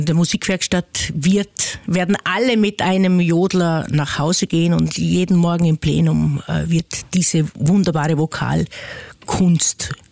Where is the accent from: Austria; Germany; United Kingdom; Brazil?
Austria; Vorarlberg; Bei uns in Vorarlberg haben die Männer so lange Arien gejuchzt.